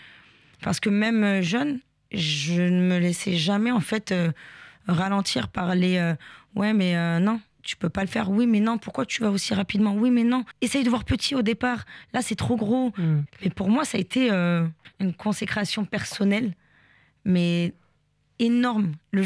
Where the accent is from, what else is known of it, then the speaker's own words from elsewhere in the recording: France; born there; Je suis algérienne, de mes deux parents, ouais. donc 100% algérienne. Mais mes parents ont fait que je suis née en France.